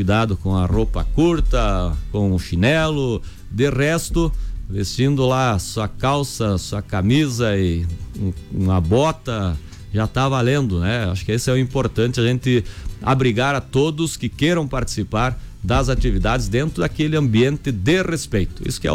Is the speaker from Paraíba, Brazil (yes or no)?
no; David Canabarro, Rio Grande do Sul, Brazil; Eu tive minha infância toda ligada muito próximo ao tradicionalismo, como você falava, pelas carreiras de cancha reta, pelos rodeios. Ele foi dos fundadores do quadro Rodeio Serrano, o primeiro quadro de laçadores aqui de Davi Canabarro.